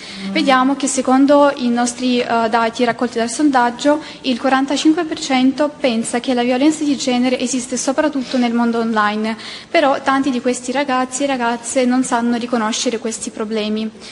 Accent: Ukraine; Italian is a second language; now in Naples, Italy; ho 19 anni e sono ucraina, vivo in Italia ormai da 4 anni e per il momento abito a Napoli

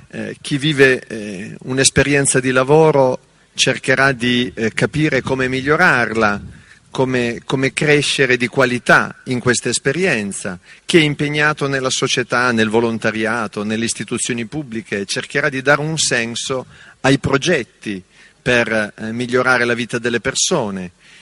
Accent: Turin, Piedmont, Italy; Io sono di Torino

